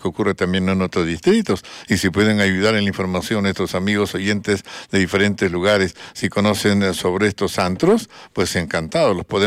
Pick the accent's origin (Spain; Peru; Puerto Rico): Peru; Arequipa; Porque somos arequipeños